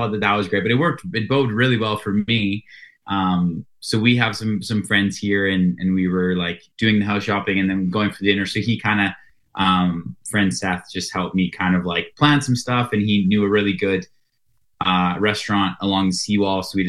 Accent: Lethbridge, Alberta, Canada; And then I did most of my growing up in Lethbridge, and then my now fiance lived in Calgary, so we were doing long distance for a while there.

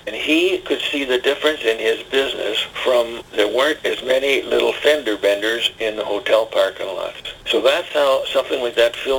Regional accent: Canada; the way we Canadians say words and the way Americans do.

